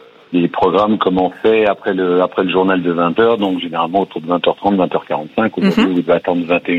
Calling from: Dijon, Bourgogne-Franche-Comté, France; De Dijon.

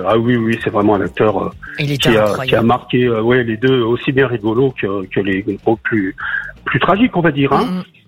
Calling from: Brittany, France; je suis un retraité et j'habite dans le Finistère, cette belle région du Finistère.

